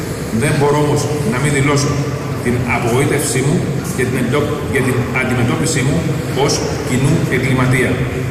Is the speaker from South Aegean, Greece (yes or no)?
yes; Paros, South Aegean, Greece; υπηρέτησα και υπηρετώ τον θεσμό του Δημάρχου και το νησί μου διαχρονικά ως έπαθος και ως Δήμαρχος.